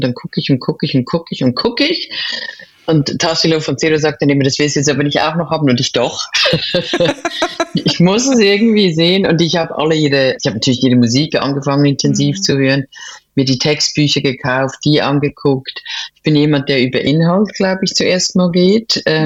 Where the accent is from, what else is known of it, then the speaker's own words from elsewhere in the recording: Switzerland; moved away as an adult; now in Cologne, Germany; Bin ich Schweizerin, aber man würde es nicht denken, ich lebe seit 25 Jahren oder mehr als 25 Jahren in Köln, weil ich dort an der KHM studiert habe